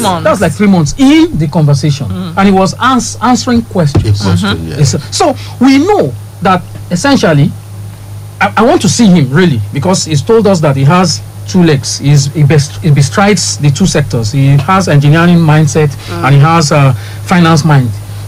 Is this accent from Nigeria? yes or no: yes; Nigeria; as a Nigerian